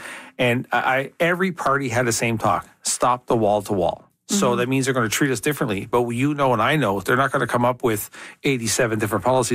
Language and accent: English; Quebec, Canada; I'm from the Lower North Shore, but we're part of La Côte-Nord.